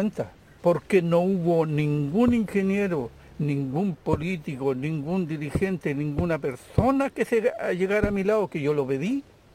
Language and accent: Spanish; Penco, Biobío, Chile; Igual soy nacido y criado en Penco y de hecho vivo a 100 metros del bosque y de la entrada del Fundo Coihueco donde se va a instalar la minera.